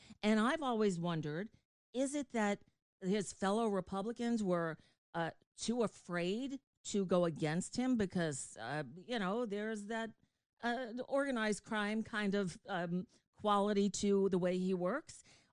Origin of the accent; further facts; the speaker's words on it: New York, United States; I grew up in New York. I started my professional career in New York